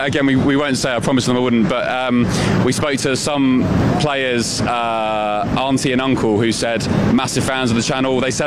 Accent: England, United Kingdom; remember who we are, we're English, we're brave, we can apply that to anything.

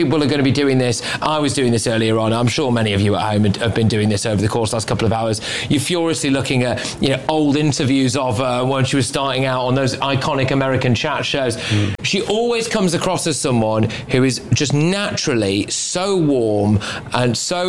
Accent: United Kingdom; as a Brit

